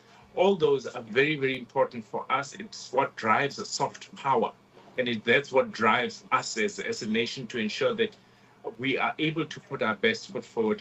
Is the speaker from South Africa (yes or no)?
yes; South Africa; We are African before we are anyone else. We are African before we are South African.